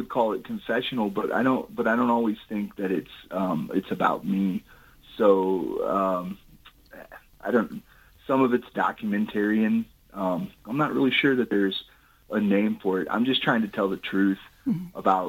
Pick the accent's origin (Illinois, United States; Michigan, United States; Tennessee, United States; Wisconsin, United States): Illinois, United States; Bloomington; moved away as an adult; now in Mexico, Missouri, United States; I am from Bloomington, Normal, Illinois originally, but we've lived in Mexico for 21 years now.